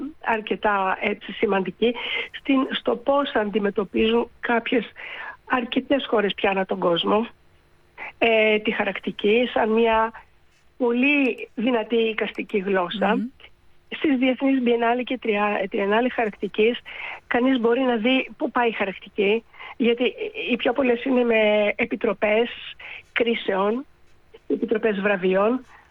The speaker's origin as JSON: {"language": "Greek", "country": "Greece", "said": "αυτό με ενδιέφερε να δείξω στην πατρίδα μου εδώ."}